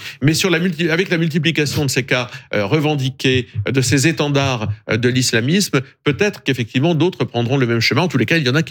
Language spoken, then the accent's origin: French; Hauts-de-France, France; born there; je suis né dans l'Oise